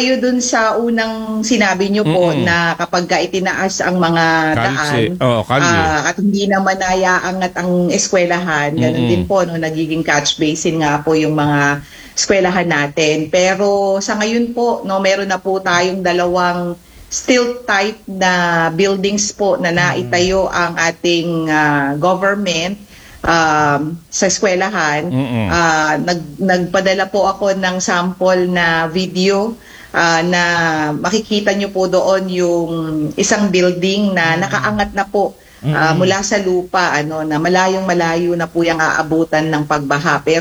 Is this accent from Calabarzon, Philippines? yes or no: no; Masantol, Central Luzon, Philippines; Ako po ay tubong Masantol po talaga. Ang akin pong mga magulang, lalo na ang aking nanay po na pumanaw na ay taga Masantol po talaga.